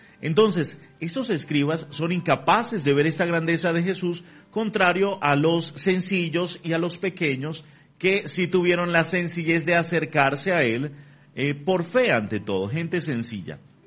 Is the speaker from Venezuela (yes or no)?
yes; Venezuela; Y aquí mi llamado también y mi reflexión personal como venezolano, mi reflexión hacia mis hermanos venezolanos